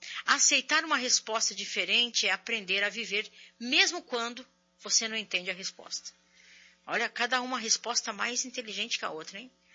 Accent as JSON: {"language": "Portuguese", "region": "São Paulo", "country": "Brazil", "tie": "born or raised there", "said": "Eu nasci aqui, sou da Gema, Eu sou paulistana, nasci aqui na, acho que, como chama aquela maternidade, Lourdes, não sei, Santa Lourdes, uma coisa assim. Sou aqui de São Paulo, gosto de São Paulo"}